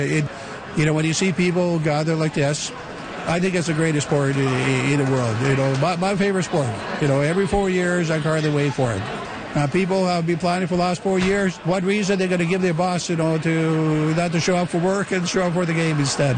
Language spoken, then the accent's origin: English; Croatia; now in Calgary, Canada; I am the president of the Croatian Center here in Calgary. I grew up in the old country.